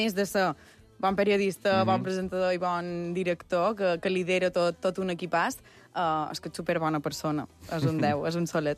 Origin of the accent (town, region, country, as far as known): Sencelles, Balearic Islands, Spain; born or raised there; now in Palma, Spain